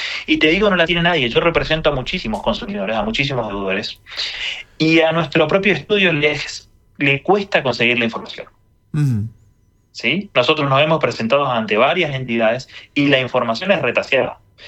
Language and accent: Spanish; Argentina